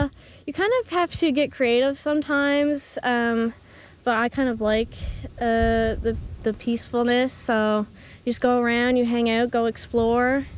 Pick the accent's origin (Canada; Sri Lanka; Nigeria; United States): Canada; Fogo, Newfoundland and Labrador; Yeah, I'm from Fogo. I finished university last spring, and so I moved back here.